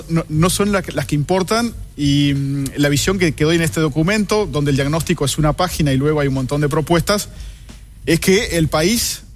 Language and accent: Spanish; Uruguay